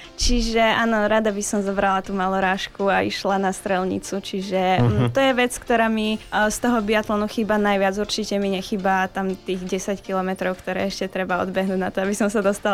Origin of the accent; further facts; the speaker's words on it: Hronec, Banská Bystrica Region, Slovakia; tým, že sme z Hronca vlastne Kuštík je Osrblie.